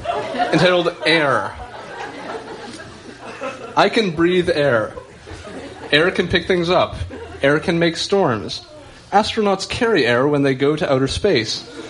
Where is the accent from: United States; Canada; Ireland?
Canada; Alberta; I grew up in Alberta, so I am Canadian born and raised.